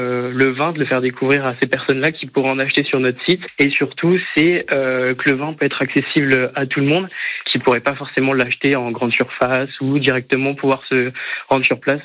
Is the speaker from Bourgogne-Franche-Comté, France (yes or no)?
yes; Sens, Bourgogne-Franche-Comté, France; Bah, vu que je suis originaire de Sens, j'ai l'habitude de boire du Chablis, de l'Irancy